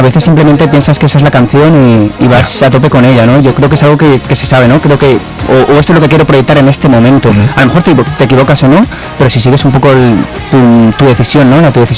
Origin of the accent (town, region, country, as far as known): Valencian Community, Spain